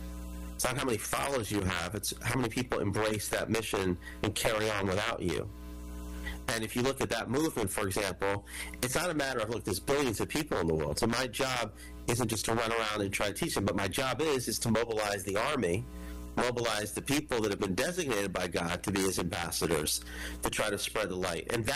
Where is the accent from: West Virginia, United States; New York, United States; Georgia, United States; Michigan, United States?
Georgia, United States; Atlanta; moved away as an adult; now in Israel; I grew up in Atlanta.